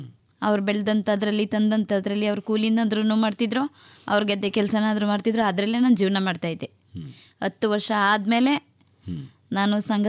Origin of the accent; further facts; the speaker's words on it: Karnataka, India; also born or lived in Mangainagara; ನಮ್ದು ಹುಟ್ಟೂರು ಬಂದು ಬಿ ಎರಳ್ಳಿ ಸರ್.